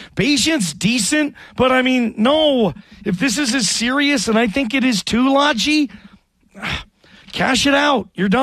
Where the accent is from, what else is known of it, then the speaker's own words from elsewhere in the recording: Seattle, Washington, United States; But he played for my Seattle Seahawks growing up in Seattle.